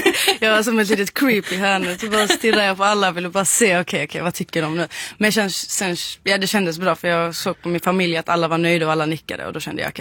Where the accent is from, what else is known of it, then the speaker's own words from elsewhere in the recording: Sweden; jag är själv marockan och palestinier och född i Sverige och uppvuxen